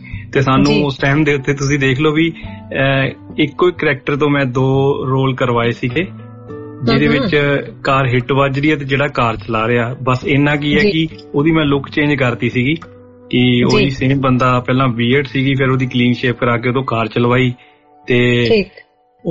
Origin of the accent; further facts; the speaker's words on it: Poola, Punjab, India; also born or lived in Cairns; now in Melbourne, Australia; ਮੈਂ ਐਕਚੁਅਲੀ ਪੰਜਾਬ ਤੋਂ ਬਠਿੰਡਾ ਜ਼ਿਲ੍ਹੇ ਤੋਂ ਹਾਂ ਜੀ। ਮੇਰਾ ਪਿੰਡ ਪੂਲਾ ਬਠਿੰਡੇ ਦੇ ਬਿਲਕੁਲ ਨਜ਼ਦੀਕ